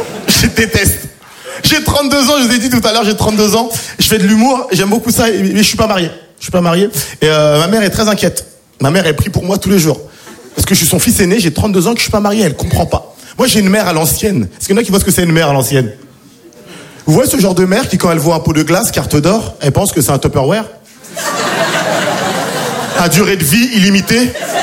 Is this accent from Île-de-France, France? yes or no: yes; Île-de-France, France; born or raised there